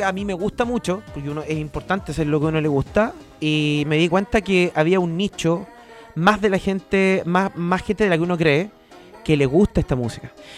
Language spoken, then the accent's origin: Spanish; Rancagua, O'Higgins, Chile; born or raised there